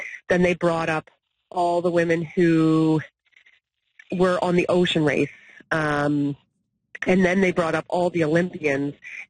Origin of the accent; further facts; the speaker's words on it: Nova Scotia, Canada; we were all just from this, you know, tiny enclave of Canada.